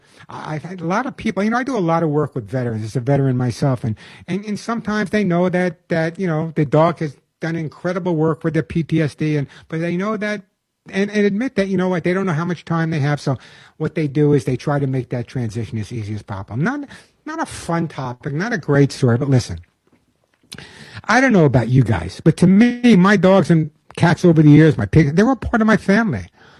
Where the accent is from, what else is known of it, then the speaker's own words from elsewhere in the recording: New York, United States; accent: New York; Although I did lose my New York accent.